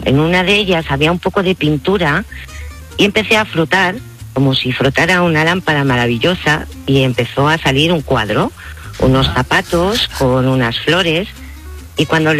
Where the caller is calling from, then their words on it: Quintanilla de Santa Gadea, Castile and León, Spain; Desde Las Merindades, en el norte de Burgos.